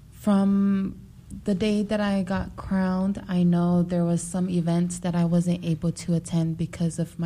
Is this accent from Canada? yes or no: no; American Samoa; now in Alaska, United States; I'm your Miss Alaska Pacific Island. And I'm from Fungarongo and Pitisota in American Samoa.